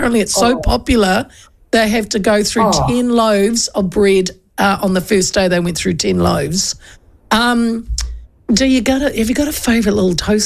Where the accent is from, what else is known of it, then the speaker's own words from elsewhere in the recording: Hastings, Hawke's Bay, New Zealand; I interviewed this gentleman from Black Betty Barbecue Smoky Blue from my hometown of Hastings.